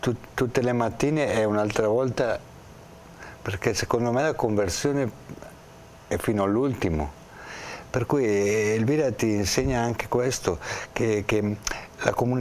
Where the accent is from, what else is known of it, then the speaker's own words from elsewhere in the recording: Bergamo, Lombardy, Italy; da buon bergamasco è un po' una testa un po' dura